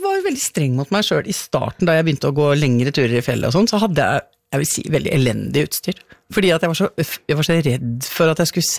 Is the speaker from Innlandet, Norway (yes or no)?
yes; Toten, Innlandet, Norway; du minner meg om gården der jeg vokste opp på Toten.